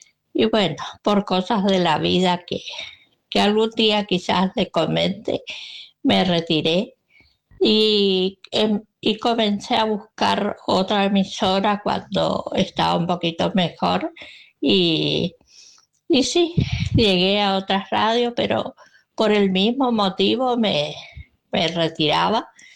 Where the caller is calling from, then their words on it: Resistencia, Chaco, Argentina; de Resistencia y les voy a comentar hoy. Sí, ¿por qué? Porque se me ocurre, aquí en mi provincia, yo participaba en una emisora de radio, digamos.